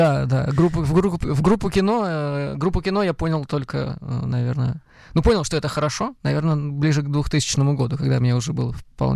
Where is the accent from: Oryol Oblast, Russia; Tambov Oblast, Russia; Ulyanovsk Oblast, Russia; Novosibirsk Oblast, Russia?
Oryol Oblast, Russia; Maloarkhangelsk; born there; also born or lived in Western Ukraine; Я родился в России в городе Малоархангельске, это Орловская область.